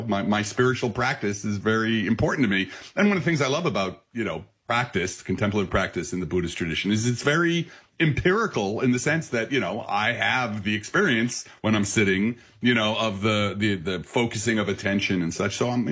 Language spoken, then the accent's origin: English; Belleville, New Jersey, United States